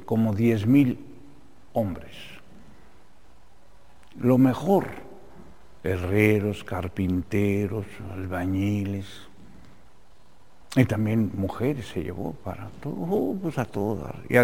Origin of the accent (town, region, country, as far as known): Mexico